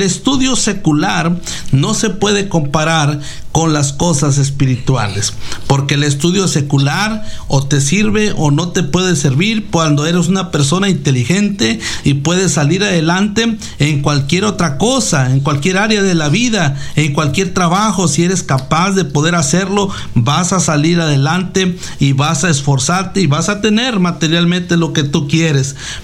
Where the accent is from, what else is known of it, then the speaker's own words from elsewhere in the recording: Mexico; los que somos de México